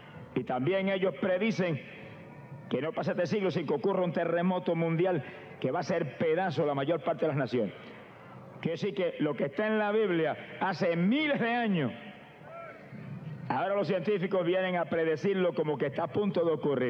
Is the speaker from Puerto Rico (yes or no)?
yes; Camuy, Puerto Rico; en mi pueblo de Camuy, allá en Puerto Rico